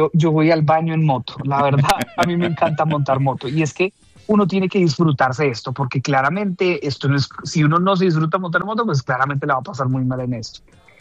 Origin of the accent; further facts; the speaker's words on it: Colombia; pues yo quiero mucho a mi país y poderles dar esa emoción a las personas y contarles como si desde Colombia vine acá, eso es muy, muy gratificante.